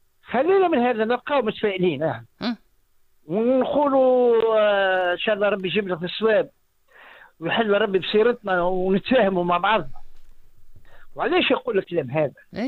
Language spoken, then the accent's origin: Arabic; Tunisia